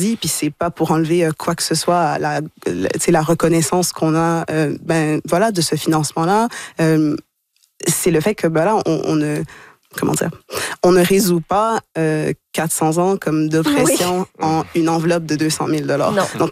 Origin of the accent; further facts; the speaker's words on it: Port-au-Prince, Haiti; born there; Moi, je suis née à Port-au-Prince, j'ai grandi ici.